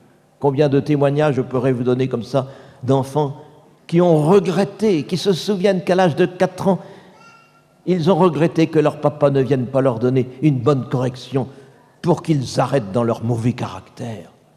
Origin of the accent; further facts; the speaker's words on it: Cambrai, Hauts-de-France, France; On a dit tout à l'heure que je venais de Cambrai, célèbre pour ses bêtises. Mais à Cambrai, il y a de bonnes choses.